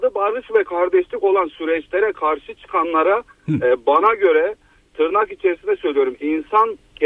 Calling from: Antalya, Turkey; Antalya'dan.

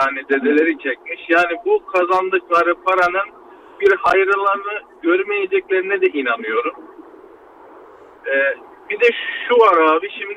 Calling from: Istanbul, Turkey; İstanbul Sancaktepe'den katılıyorum yayınımıza.

